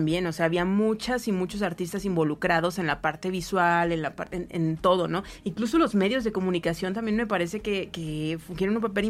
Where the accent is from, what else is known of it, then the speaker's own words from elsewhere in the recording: Monterrey, Nuevo León, Mexico; now in Mexico City, Mexico; porque somos uh-huh. de Monterrey y estamos en el tiempo también